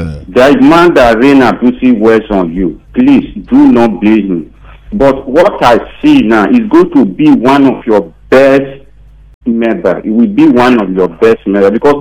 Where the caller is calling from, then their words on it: Lagos, Nigeria; I'm calling from Adige area of Lagos.